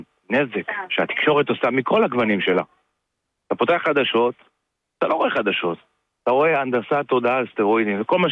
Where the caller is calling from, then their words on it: Krayot, Haifa District, Israel; מהקריות, מה קורה?